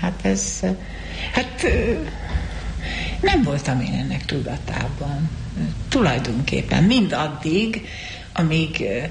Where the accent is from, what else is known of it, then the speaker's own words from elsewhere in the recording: Kispest, Budapest, Hungary; born there; Mielőtt Budapestre költöztünk, Kispesten laktunk.